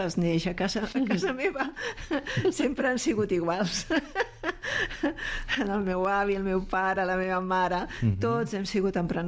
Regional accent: Caldes, Catalonia, Spain; El meu poble no el canviaria per res, per cap altre.

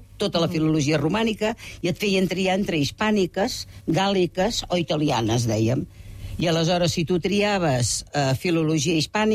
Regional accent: L'Argentera, Catalonia, Spain; born there; first language Catalan

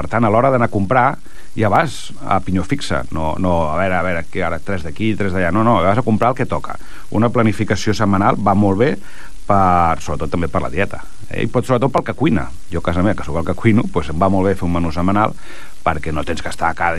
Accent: Vilassar de Mar, Catalonia, Spain; Jo que soc de Vilassar de Mar

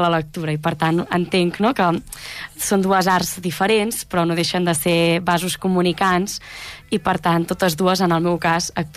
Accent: La Garriga, Catalonia, Spain; jo sóc de la Garriga

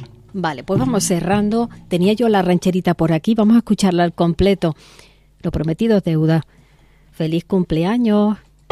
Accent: Canary Islands, Spain; Hombre, vivir aquí significa que lo somos, somos canarios

